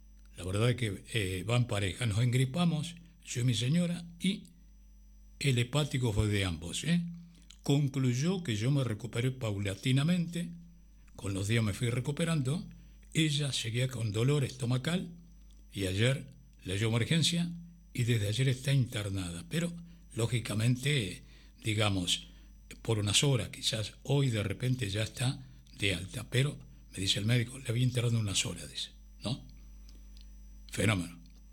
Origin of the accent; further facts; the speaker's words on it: Salto, Uruguay; el Hospital Regional Salto, el hospital de mi barrio natal